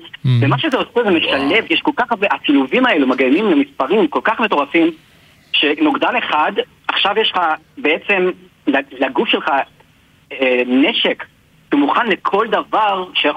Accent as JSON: {"language": "Hebrew", "town": "Beit Shemesh", "region": "Jerusalem District", "country": "Israel", "tie": "born or raised there", "said": "אבא שלי היה מדען, הוא היה התאית, האמת, גדלנו בשכונה דתית, בבית שמש."}